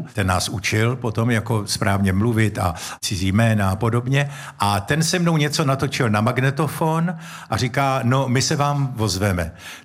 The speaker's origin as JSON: {"language": "Czech", "region": "Moravia", "country": "Czechia", "lives_now": "Prague, Czechia", "said": "Ale já, když jsem se přistěhoval z Moravy do Prahy, tak Pražáci říkali, ale podívejte, nějaký volbej Moravák, jo."}